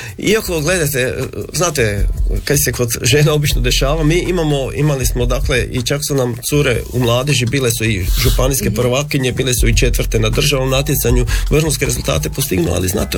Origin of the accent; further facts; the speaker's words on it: Tugonica, Krapina-Zagorje County, Croatia; kod nas u Tugonici